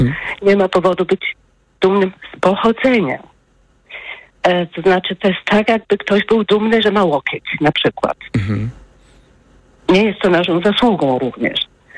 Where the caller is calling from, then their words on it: Berlin, Germany; Ja mieszkam w Berlinie, ale obecnie jestem na urlopie w Słowenii. I dzwonię z komórki